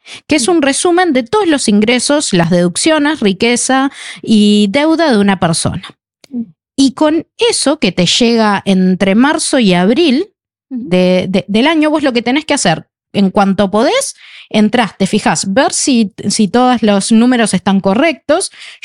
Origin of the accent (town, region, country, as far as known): Sweden; Spanish is a second language